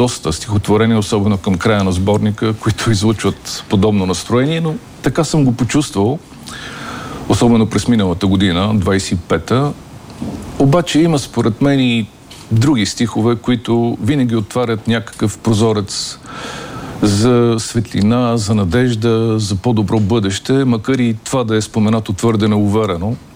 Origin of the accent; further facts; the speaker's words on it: Southwestern Bulgaria, Bulgaria; с родния ми край около Рилското корито и Югозападна България